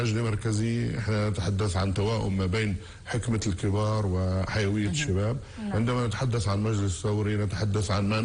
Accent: Palestine; أنا فخور كفتحاوي، فخور كفلسطيني

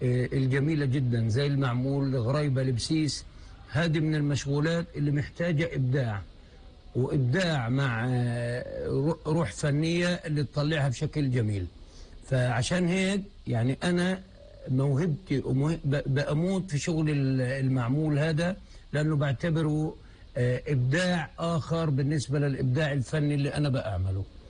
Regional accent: Gaza Strip, Palestine; إحنا شعب فلسطيني، شعب بحب الحياة. حضنك يا غزة حنون.

